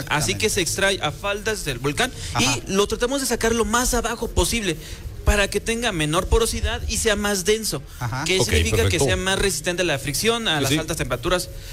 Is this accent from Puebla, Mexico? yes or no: yes; San Nicolás de los Ranchos, Puebla, Mexico; Bueno, nosotros somos la cultura de las piedras, que somos originarios de San Nicolás de los Ranchos.